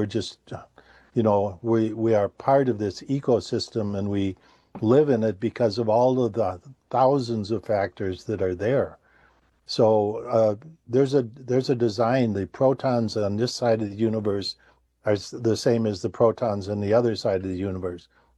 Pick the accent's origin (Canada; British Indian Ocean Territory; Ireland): Ireland; And I'm personally a Christian. I'm Irish, grew up a Catholic.